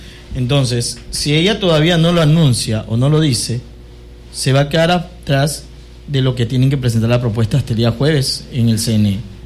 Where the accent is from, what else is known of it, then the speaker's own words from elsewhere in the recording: Quevedo, Los Ríos, Ecuador; Somos de Quevedo, nosotros todos nos conocemos.